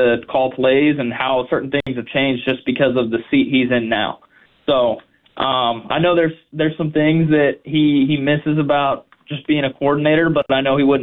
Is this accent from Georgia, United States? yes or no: yes; Georgia, United States; I couldn't tell you how many Saturdays growing up in Georgia at different ballparks or really across the entire Southeast just playing different baseball